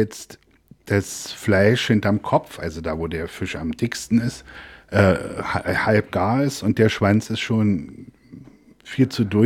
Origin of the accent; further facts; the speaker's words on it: Berlin, Germany; Wir haben ja als Berliner den riesen Vorteil, Berlin und Brandenburg um die Ecke zu haben.